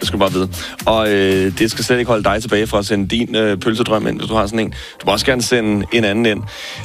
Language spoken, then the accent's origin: Danish; Ballerup, Capital Region of Denmark, Denmark; Jeg er fra Ballerup.